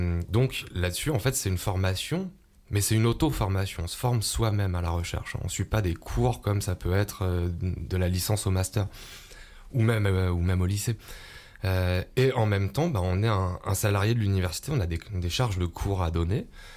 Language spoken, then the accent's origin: French; Aubenas, Auvergne-Rhône-Alpes, France; born there; moved away; also born or lived in Lyon; Je suis né à l'hôpital, à la clinique d'Aubenas. Même pas à l'hôpital, non, à la clinique d'Aubenas.